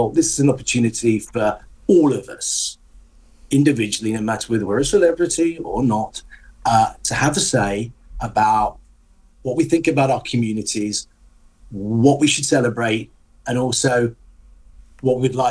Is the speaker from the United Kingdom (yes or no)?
yes; United Kingdom; That's part of being British as well, isn't it?